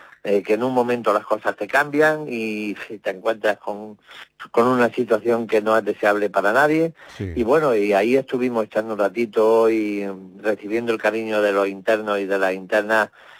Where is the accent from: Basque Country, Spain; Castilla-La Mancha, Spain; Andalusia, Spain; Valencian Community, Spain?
Andalusia, Spain; Marmolejo; yo estreno en mi tierra, y además le tengo mucho cariño a Marmolejo